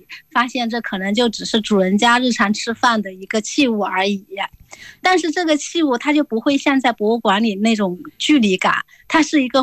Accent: Hunan, China; now in Beijing, China; 我是湖南人，那我们就不会有一个院子是像四合院这样规整的，因为我们的地理形态也不太一样吧。不是平原地区

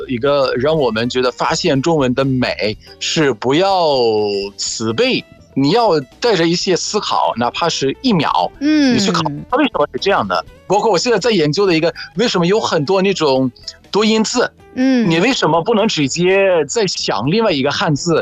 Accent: Egypt; Chinese is a second language

